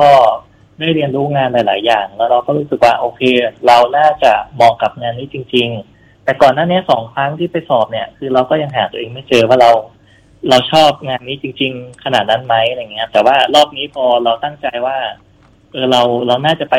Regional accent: Nan, Thailand; born there; moved away as an adult; also born or lived in Chiang Mai / Mae Hong Son; now in Phop Phra, Thailand; ก็มาอยู่ที่เชียงใหม่ครับเกิดที่น่านแล้วก็ย้ายมาอยู่ที่เชียงใหม่ช่วงที่เรียนมช

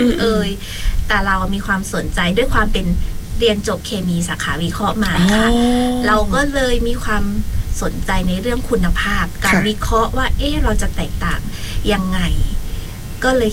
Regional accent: Phuket, Thailand; ภูเก็ตบ้านเรานี่เองค่ะ

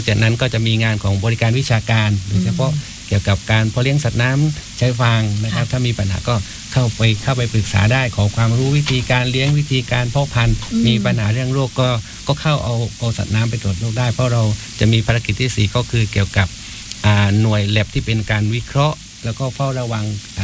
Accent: Krabi, Thailand; now in Phang Nga, Thailand; ผมเป็นคนกระบี่

